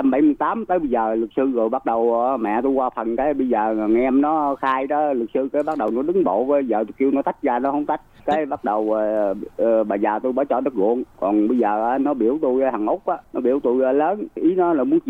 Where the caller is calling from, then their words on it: Đồng Tháp, Vietnam; Dạ, tôi ở Đồng Tháp.